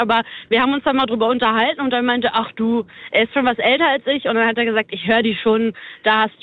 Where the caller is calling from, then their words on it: Leverkusen, North Rhine-Westphalia, Germany; Wir kommen eigentlich aus Leverkusen.